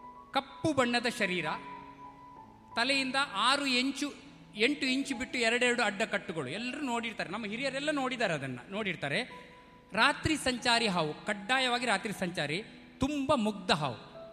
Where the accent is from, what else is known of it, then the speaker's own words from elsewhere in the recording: Karnataka, India; ನಮ್ಮ ಊರಲ್ಲಿ ನಿಟ್ಟೂರು ಅಂತೆಲ್ಲ ಒಂದು ಏರಿಯಾ ಇದೆ